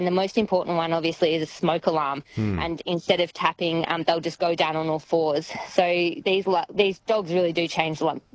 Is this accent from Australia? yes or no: yes; Sydney, New South Wales, Australia; And I'm from Sydney, I've come here to start the marathons